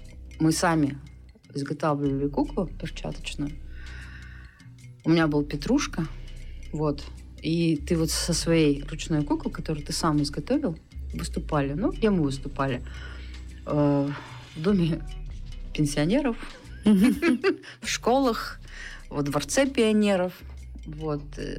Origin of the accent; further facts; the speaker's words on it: Berezniki, Perm Krai, Russia; Да, я родилась в Березниках, я выросла в Березниках. Единственный период, когда я не жила в Березниках, это когда я училась в институте.